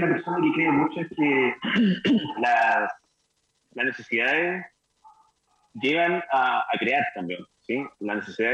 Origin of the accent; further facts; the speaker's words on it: Santiago, Santiago Metropolitan Region, Chile; cuando era pequeño, estudiando acá en Cerro Navia. Yo, además de trabajar en Cerro Navia, soy de acá en Cerro Navia. Hoy en día no vivo acá en Cerro Navia